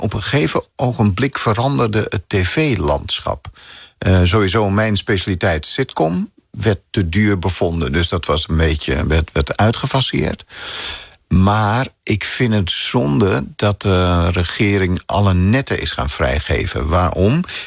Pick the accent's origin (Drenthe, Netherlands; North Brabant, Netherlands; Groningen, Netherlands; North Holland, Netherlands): North Holland, Netherlands; Amsterdam; Klopt, ik ben in de stad opgegroeid. Oh, ja. Geboren en getogen in Amsterdam. Op de Nieuwendijk.